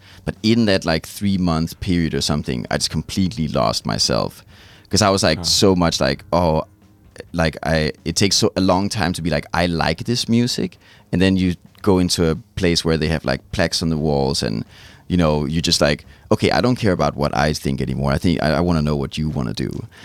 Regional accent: Copenhagen, Capital Region of Denmark, Denmark; moved away as an adult; now in Amsterdam, Netherlands; when I tell people I'm from Copenhagen, they're like, oh, that's so cool, that's amazing. And I'm like, well, it's lame because I lived there my whole life

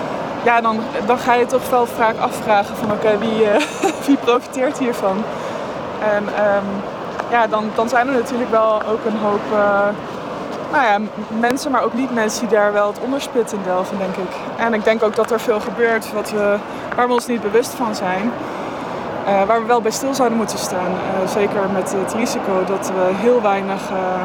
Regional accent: Zevenaar, Gelderland, Netherlands; born there; also born or lived in Chile; now in Utrecht, Netherlands; ik ben geboren aan de Rijn in Arnhem, Zevenaar. En ik woon nu ook weer aan de Rijn in Utrecht.

